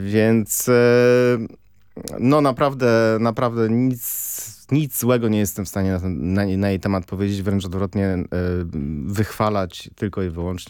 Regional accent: Poznań, Greater Poland Voivodeship, Poland; moved away as an adult; now in Warsaw, Poland; Jako rodowity Poznaniak i Polak

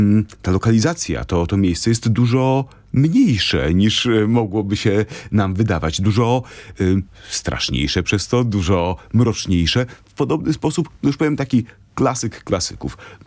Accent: Poznań, Greater Poland Voivodeship, Poland; moved away; jako poznaniak z urodzenia i z wychowania i z pierwszego wykształcenia

